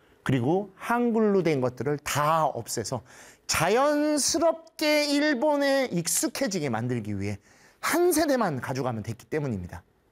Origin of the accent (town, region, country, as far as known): South Korea; moved away as an adult; also born or lived in Japan